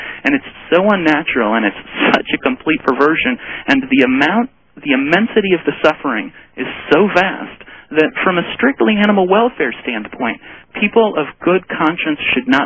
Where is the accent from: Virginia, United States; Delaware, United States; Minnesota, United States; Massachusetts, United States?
Minnesota, United States; Well, I grew up in Minnesota